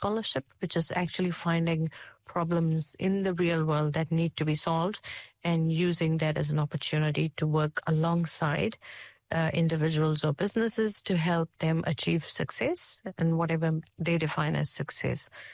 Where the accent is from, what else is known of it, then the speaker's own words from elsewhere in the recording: India; now in New Zealand; And for me, when I came from India back in 2007, I think I came from one of the biggest and the busiest cities